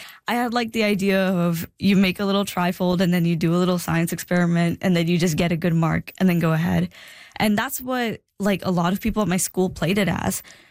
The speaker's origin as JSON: {"language": "English", "country": "India", "tie": "born or raised there", "said": "I was born in India, and my family grew up relatively low income"}